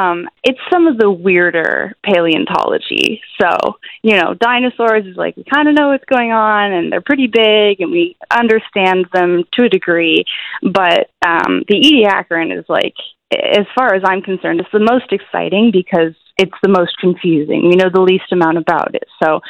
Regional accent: Ontario, Canada; moved away as an adult; now in Newfoundland and Labrador, Canada; I'm originally from Ontario

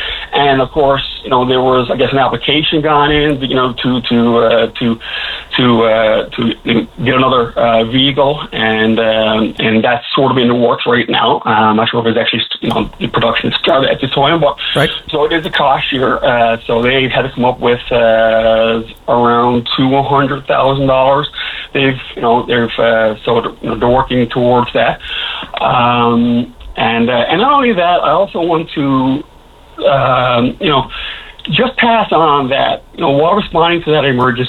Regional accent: Gander, Newfoundland and Labrador, Canada; I come from Wake and Gander

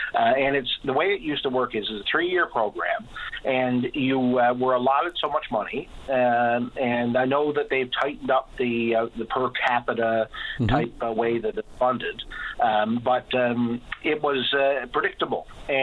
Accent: Corner Brook, Newfoundland and Labrador, Canada; talking to my hometown and in Corner Brook

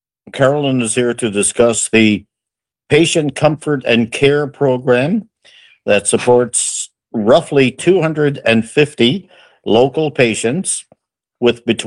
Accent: Newfoundland and Labrador, Canada; that's part of being a Newfoundlander.

